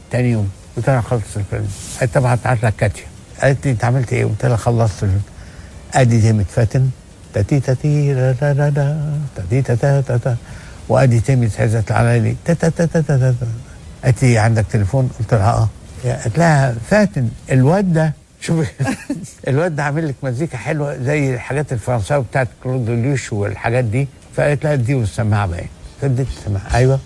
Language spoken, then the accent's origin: Arabic; Tanta, Gharbia, Egypt; moved away; أنا جاي من طنطا